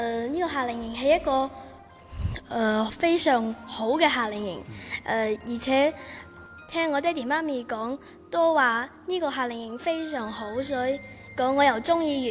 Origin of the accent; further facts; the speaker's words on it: Guangdong, China; 我如果跟族譜的話就是福建的，我如果不跟族譜的話我就是廣東的